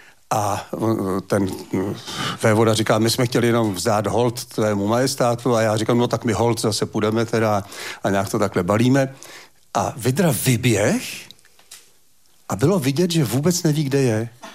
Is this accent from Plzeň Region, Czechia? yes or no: yes; Plzeň, Plzeň Region, Czechia; já jsem z Plzně a tam dlím, tam svůj život jako utrácím